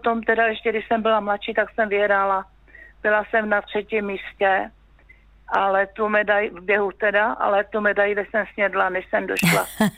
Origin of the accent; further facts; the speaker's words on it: Horní Slavkov, Karlovy Vary Region, Czechia; also born or lived in Ostrava; Jsem se narodila sice v Ostravě, vyrostla jsem v západních Čechách, v Horním Slavkově, ale pak jsme se přestěhovali na malou vesničku.